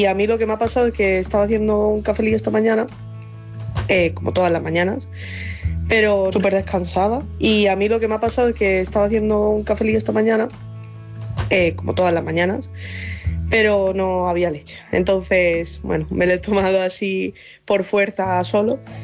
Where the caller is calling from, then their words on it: Málaga, Andalusia, Spain; Hola, soy … de Málaga